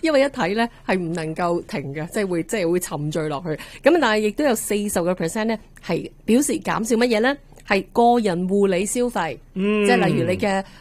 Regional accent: Canada; 咁但係我哋加拿大人又對於房屋嚟講嗰個嘅需求咧，就一路都係有嘅，因為始終我哋都要住。

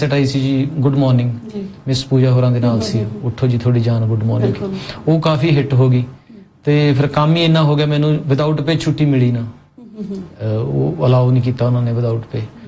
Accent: Mahabaddar, Punjab, India; now in Bathinda, India; ਮੇਰਾ ਪਿੰਡ ਤਾਂ ਮੁਕਤਸਰ ਸਾਹਿਬ ਦੇ ਨਾਲ ਹੈ ਜੀ ਮਹਾਬੱਦਰ ਪਿੰਡ ਮੈਂ ਗੀਤਾਂ ਦੇ ਵਿੱਚ ਵੀ ਪਾਉਣਾ ਉਹ ਤੇ ਰਹਾਇਸ਼ ਬਠਿੰਡਾ ਤੇ ਮੈਂ ਬਸ 10ਵੀਂ ਪਿੰਡ ਤੋਂ ਕੀਤੀ

